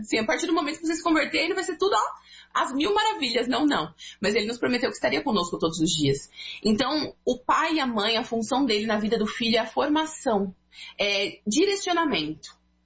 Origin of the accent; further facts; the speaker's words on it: São Paulo, Brazil; eu nunca fui pra Curitiba, eu sou de São Paulo.